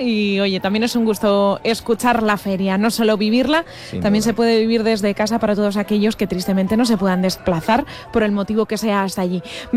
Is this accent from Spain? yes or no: yes; Castilla-La Mancha, Spain; para los que somos de Castilla-La Mancha, ya sabemos la Feria de Albacete